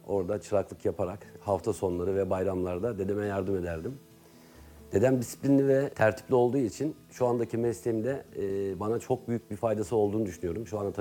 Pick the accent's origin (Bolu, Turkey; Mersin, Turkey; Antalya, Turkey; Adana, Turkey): Bolu, Turkey; Mengen; born there; 1982 Bolu Mengen doğumluyum.